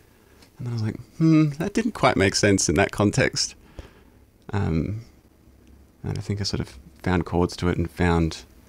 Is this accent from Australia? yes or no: no; Ireland; well, I'm Irish, so I'm going to create a traditional Irish folk album